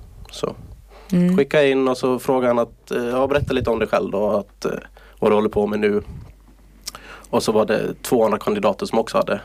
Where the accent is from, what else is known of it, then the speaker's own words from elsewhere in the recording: Åland Islands; det är min hemort, det är Åland.